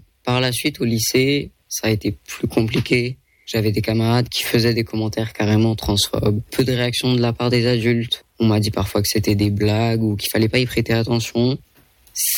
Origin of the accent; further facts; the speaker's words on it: France; born there; je suis français, je suis né en France.